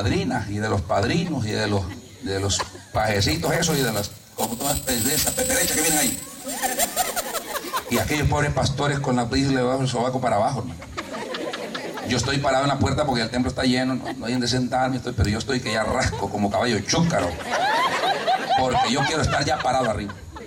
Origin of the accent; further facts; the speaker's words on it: El Salvador; Un día estoy en una campaña en mi país, en una ciudad que se llama Ciudad Barrio.